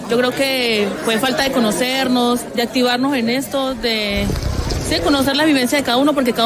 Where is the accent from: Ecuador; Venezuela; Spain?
Venezuela; now in Colombia; soy venezolana